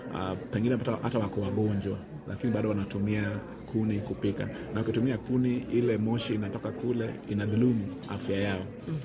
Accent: Kisumu County, Kenya; kwetu kule Kisumu

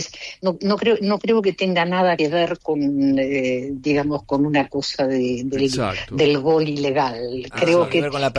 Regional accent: Argentina; moved away as an adult; now in London, United Kingdom; Yo soy argentina.

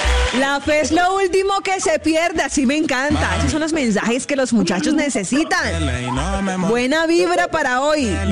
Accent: Colombia; Somos colombianos, gente pujante, gente chapalante.

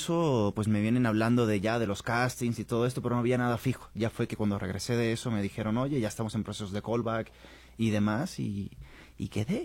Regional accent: Cuba; moved away; en esa época vivía en Cuba todavía.

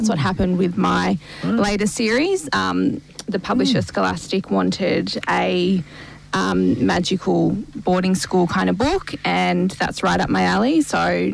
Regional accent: Australia; Okay, well, I am an Australian author

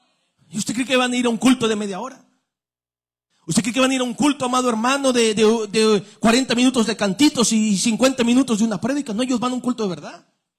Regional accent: Apodaca, Nuevo León, Mexico; Somos de México. ¿Quién no conoce un rancho, hermano? Conocemos los ranchos. Si no, en Apodaca hay muchos ranchos. De allá vengo yo

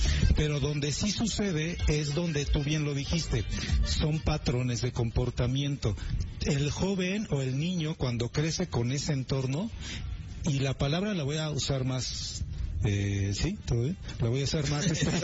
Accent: Ecatepec, State of Mexico, Mexico; Somos de Catepec.

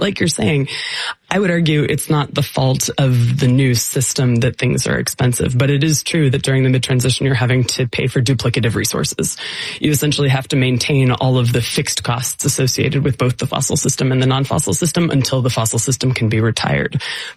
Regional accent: United States; But it's really funny for me as an American

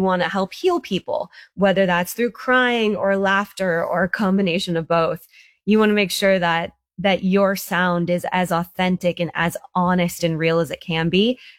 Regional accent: Virginia, United States; also born or lived in California; now in Nashville, United States; It really gave me some clout here in Nashville, where I had moved from California. Even though I'm from Virginia, I had moved from California to Nashville.

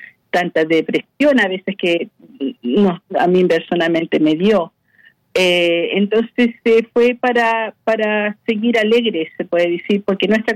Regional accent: Chile; now in Australia; Yo puedo decir que soy chilena y todo eso, pero verdaderamente soy más australiana que chilena.

